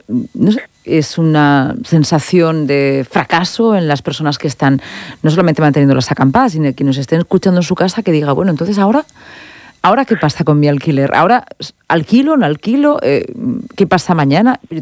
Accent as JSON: {"language": "Spanish", "region": "Region of Murcia", "country": "Spain", "said": "Como vecina de la región de Murcia y como española."}